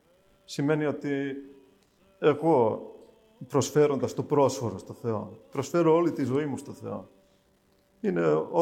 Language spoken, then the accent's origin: Greek; Finland; now in Estonia; Θυμάμαι όταν ήμουν μικρός στην Φιλανδία